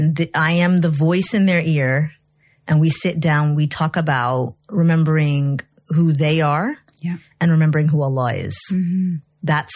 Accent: Egypt; moved away as an adult; Well, I grew up in Egypt.

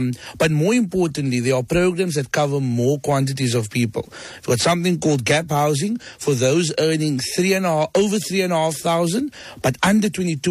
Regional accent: Cape Town, Western Cape, South Africa; I come from Grassy Park

